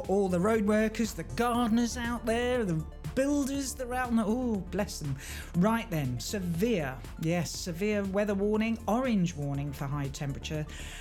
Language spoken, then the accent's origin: English; Windsor, South East England, United Kingdom; moved away; I thought I'd go to my hometown. I'm quite posh, you see. I'm from Windsor.